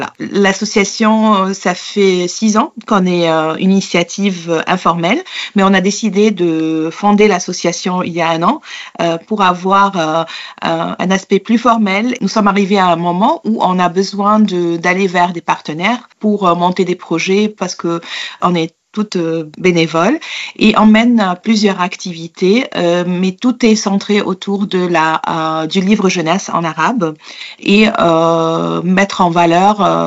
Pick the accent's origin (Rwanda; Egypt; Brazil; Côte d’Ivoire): Egypt; moved away as an adult; now in Paris, France; J'ai grandi en Égypte et ça fait une quinzaine d'années que je suis installée à Paris, en France, en raison de travail de mon conjoint.